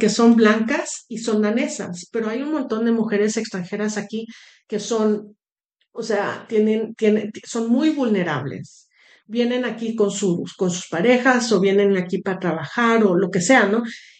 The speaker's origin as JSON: {"language": "Spanish", "country": "Denmark", "said": "Entonces yo hablo con la perspectiva de que yo soy blanca, danesa, con ese privilegio, ¿no?"}